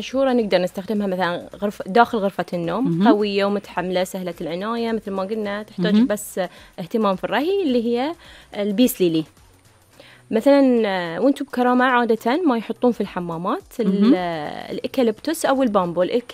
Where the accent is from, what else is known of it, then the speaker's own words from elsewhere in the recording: Bahrain; احنا عندنا في البحرين